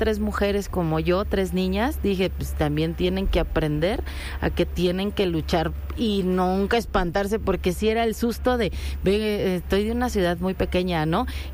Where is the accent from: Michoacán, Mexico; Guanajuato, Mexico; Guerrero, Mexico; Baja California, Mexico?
Guanajuato, Mexico; Salamanca; moved away as an adult; now in Mexico City, Mexico; soy de Salamanca, Guanajuato.